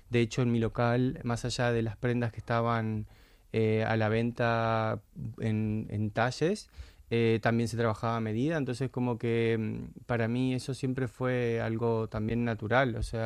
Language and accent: Spanish; Uruguay; Trabajo en moda en Uruguay, en mi país. Logré tener una carrera productiva y continua, participando de eventos, Fashion Weeks, televisión, cine, todo lo que quieras. Lo hice en Uruguay.